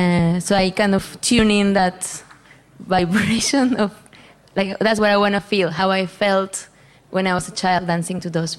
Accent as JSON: {"language": "English", "town": "Saltillo", "region": "Coahuila", "country": "Mexico", "tie": "born or raised there", "said": "I'm from Saltillo, Mexico. Saltillo is a city in the north of Mexico, very close to the U.S."}